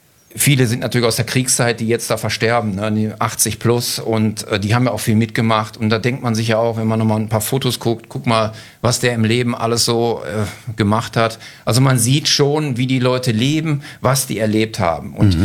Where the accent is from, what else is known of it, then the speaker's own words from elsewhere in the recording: Kleve, North Rhine-Westphalia, Germany; Und wir hatten einen großen Konzern bei uns in Kleve, der Margarine hergestellt hat.